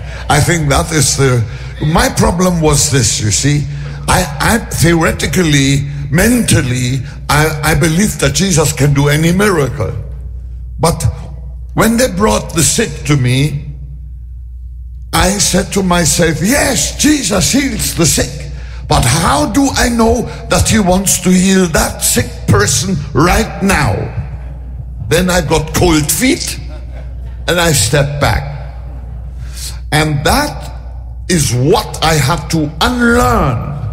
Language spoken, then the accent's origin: English; Hamburg, Germany; moved away; also born or lived in Frankfurt; Yes, I grew up in Hamburg, and later on I lived in Frankfurt, but I'm neither a hamburger nor a Frankfurter.